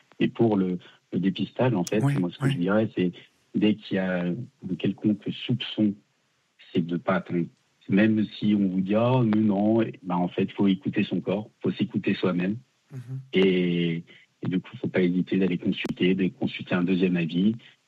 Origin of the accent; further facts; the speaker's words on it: Lyon, Auvergne-Rhône-Alpes, France; Oui, donc c'est ce que je te disais. Donc je viens de Lyon.